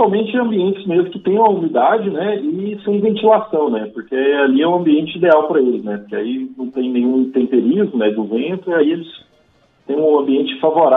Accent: Goiás, Brazil; Eu sou aqui do estado de Goiás

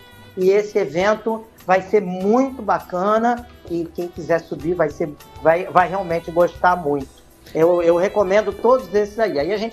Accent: Niterói, Rio de Janeiro, Brazil; eu sou de Niterói, né?

